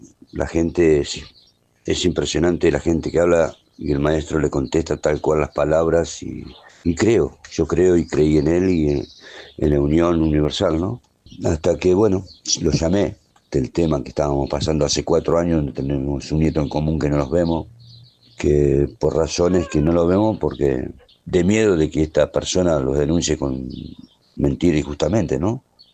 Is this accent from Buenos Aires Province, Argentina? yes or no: yes; General Belgrano, Buenos Aires Province, Argentina